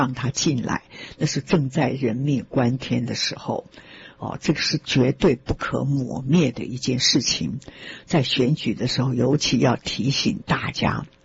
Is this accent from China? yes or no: no; Taiwan; now in New York, United States; 虽然我是来自台湾的，所以他来这边还好，我现在重心不跑新闻啊，是在做节目